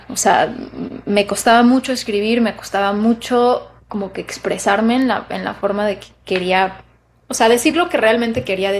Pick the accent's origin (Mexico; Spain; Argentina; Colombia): Mexico; pero yo desde que me puedo acordar digo que soy de México, o sea, sí o sí